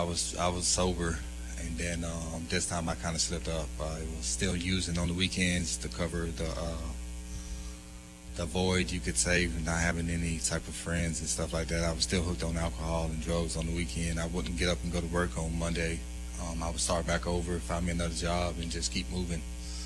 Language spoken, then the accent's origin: English; Clayton County, Georgia, United States; I'm 37. I'm from Clayton County, Georgia.